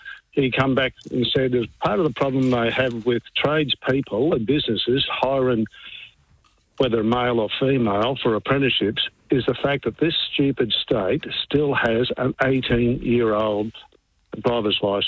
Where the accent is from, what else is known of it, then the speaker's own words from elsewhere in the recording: Queensland, Australia; moved away; I grew up in Queensland.